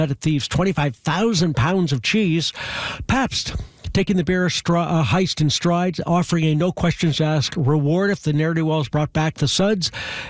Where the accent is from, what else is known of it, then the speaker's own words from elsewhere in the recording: Halifax, Nova Scotia, Canada; Yeah, but I grew up in Halifax